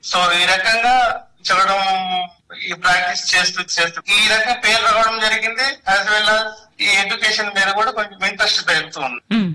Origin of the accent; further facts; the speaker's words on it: Rudrampur, Telangana, India; born there; Seven clan లో పుట్టాను madam. Rudrampur seven clan లో.